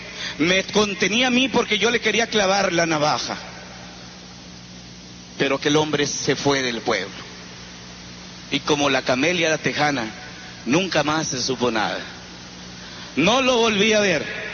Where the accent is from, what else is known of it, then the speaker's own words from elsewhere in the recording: Tanlajas, San Luis Potosí, Mexico; born there; moved away; also born or lived in Tambaca; Yo soy de su pueblo. Mi pueblo se llama Tanlajas. Es la primera vez que creo que menciono mi pueblo. Siempre Tambaca me ha robado mi lugar de origen. Tanlajas es donde yo nací.